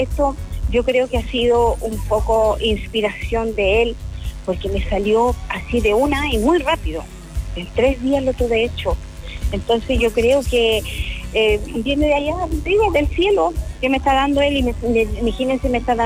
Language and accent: Spanish; Arauco, Biobío, Chile; Fíjese que en Arauco, yo no soy profeta en mi tierra, he hecho exposiciones en Arauco, pero no sola, como aquí.